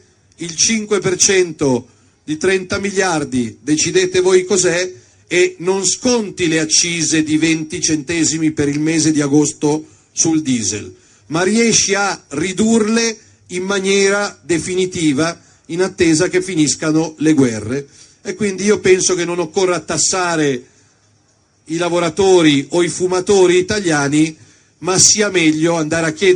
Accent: Lombardy, Italy; chi c'è dalla mia Lombardia? Un applauso ai lombardi che vengono in vacanze in Romagna.

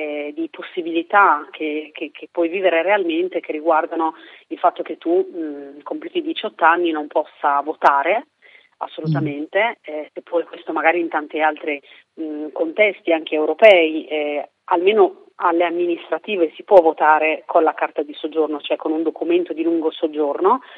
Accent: Reggio Emilia, Emilia-Romagna, Italy

